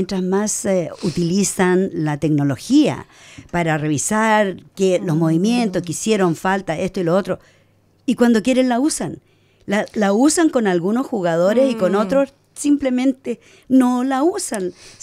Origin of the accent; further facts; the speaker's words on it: Chile; Y yo soy chilena y tampoco estoy de acuerdo con lo que han hecho.